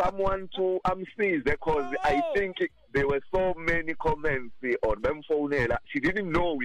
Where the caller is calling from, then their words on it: Richards Bay, KwaZulu-Natal, South Africa; in Richards Bay, first time caller.